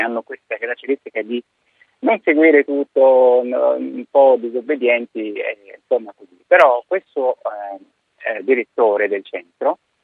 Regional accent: Egypt; Italian is a second language; moved away as an adult; now in Italy; sono egiziano di origine, quindi sono nato, cresciuto, studiato in Egitto, poi sono venuto in Italia nel 2001

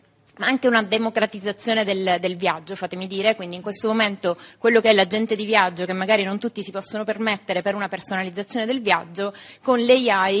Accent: Sicily, Italy; Sono siciliana, qua tutti terroni, ma anch'io sono siciliana.

